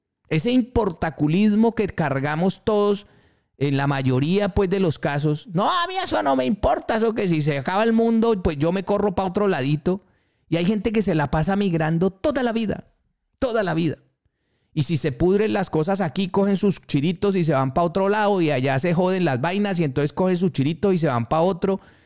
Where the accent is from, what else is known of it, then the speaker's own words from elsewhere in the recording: Colombia; now in Spain; yo como colombiano